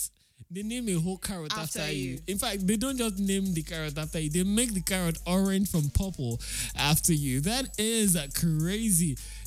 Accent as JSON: {"language": "English", "town": "Port Harcourt", "region": "Rivers", "country": "Nigeria", "said": "Port Harcourt people, now we like party like anything."}